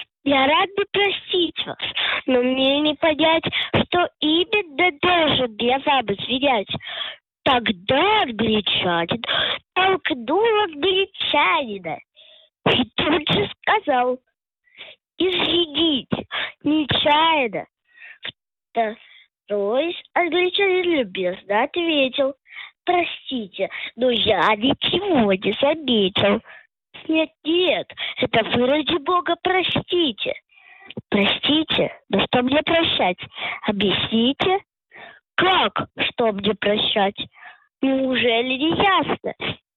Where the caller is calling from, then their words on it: Moscow, Russia; Из Москвы.